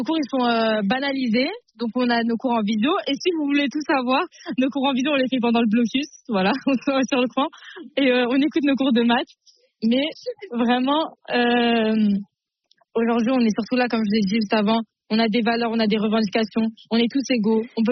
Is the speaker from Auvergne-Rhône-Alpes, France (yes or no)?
no; Île-de-France, France; Je viens du 94.